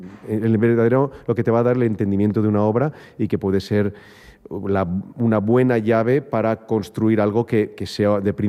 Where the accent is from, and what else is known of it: Spain